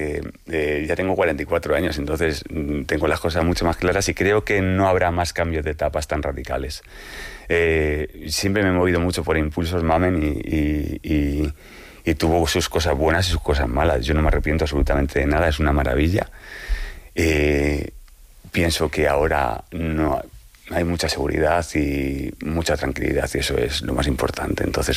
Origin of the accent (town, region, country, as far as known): Brunete, Community of Madrid, Spain; born or raised there; also born or lived in Carabanchel